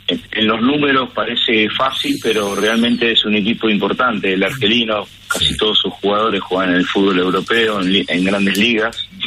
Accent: Argentina; Viste cómo somos los argentinos, ya está.

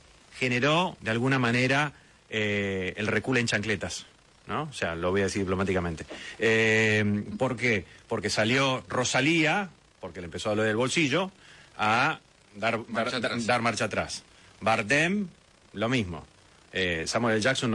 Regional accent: Argentina; Nos hemos visto como argentinos una campaña que se diseminó rápidamente, principalmente por redes sociales, anti-argentina

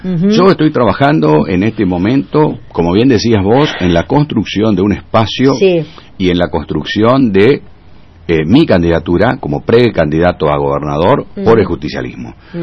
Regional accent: Villa Berthet, Chaco, Argentina; moved away as an adult; also born or lived in Presidencia Roca, Chaco; now in Resistencia, Argentina; Yo nací en Resistencia, viví en el interior. Hice la escuela primaria, parte del secundario, algunos años estuve en Resistencia haciendo secundario porque mi papá estaba en la función pública, pero después volvíamos a Villateray. Así que yo soy un hombre del interior.

